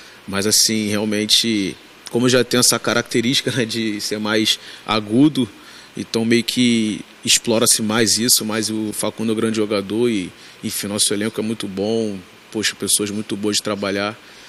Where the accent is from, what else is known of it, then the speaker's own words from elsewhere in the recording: Rio de Janeiro, Brazil; born there; moved away as an adult; also born or lived in Santa Catarina; now in Belém, Brazil; eu sou carioca, minha filha nasceu em Santa Catarina